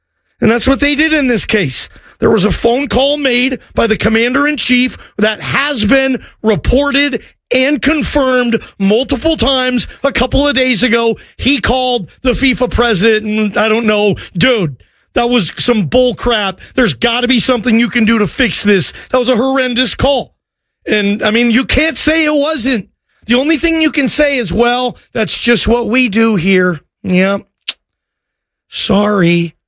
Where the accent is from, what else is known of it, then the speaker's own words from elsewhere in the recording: Seattle, Washington, United States; Guys, I'm from Seattle. I've seen more games in that stadium than any stadium ever.